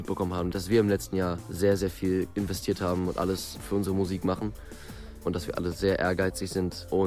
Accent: Berlin, Germany; Wir kommen alle aus Berlin, allerdings aus dem Süden Berlins, aus dem äußersten Stadtrand.

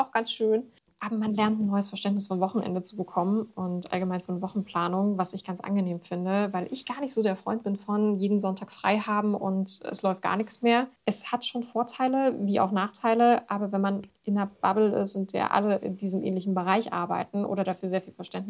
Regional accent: Erfurt, Thuringia, Germany; Ich komme aus Erfurt und bin auch immer noch in Erfurt zu Hause

